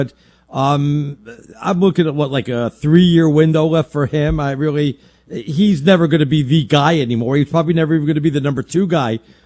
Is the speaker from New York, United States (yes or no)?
yes; New York, United States; now in Connecticut, United States; look, I'm a New Yorker. I live out here on the East Coast. I live in Connecticut.